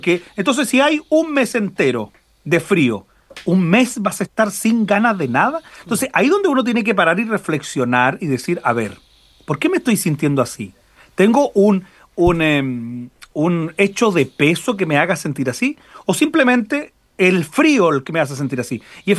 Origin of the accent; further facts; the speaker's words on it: Chillán, Ñuble, Chile; born there; Yo nací en Chillán, región de Ñuble, sur de Chile, 5 horas de Santiago.